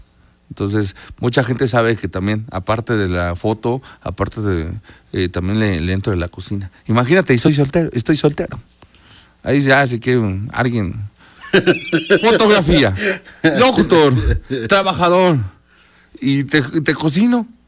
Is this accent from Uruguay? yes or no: no; Puebla, Mexico; Hay gente que me dice niño hamburguesa, digo, no, soy poblano, soy niño semita.